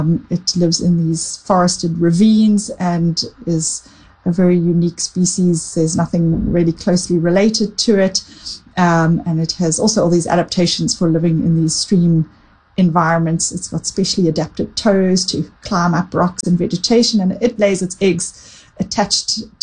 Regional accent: KwaZulu-Natal, South Africa; my hometown in the Southern Drakensberg Mountains

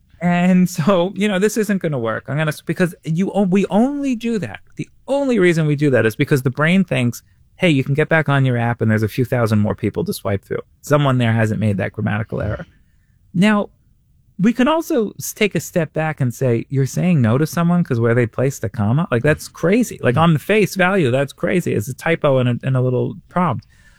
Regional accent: New York City, New York, United States; now in Indiana, United States; So I grew up in Queens, a Queens boy

